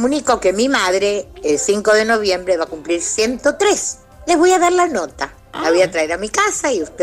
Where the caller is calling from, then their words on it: Capitán Bermúdez, Santa Fe, Argentina; de Capitán Bermúdez